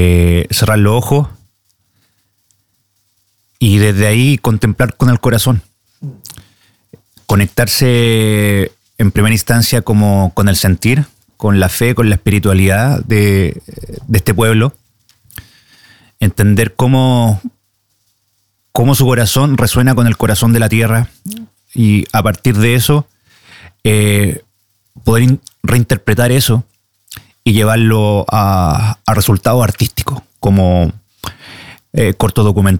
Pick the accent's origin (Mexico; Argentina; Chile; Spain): Chile; y en este caso puntual como chileno, conozco bien mi constitución.